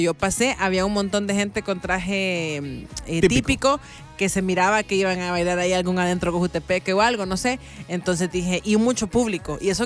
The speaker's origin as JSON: {"language": "Spanish", "town": "Antiguo Cuscatlán", "region": "La Libertad", "country": "El Salvador", "said": "de subir a mi pueblo, de mi queridísimo pueblo Antiguo Cocatlán"}